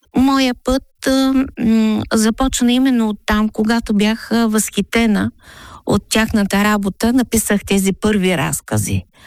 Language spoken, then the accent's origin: Bulgarian; Burgas, Burgas Province, Bulgaria; съм от Бургас. Живея в Бургас.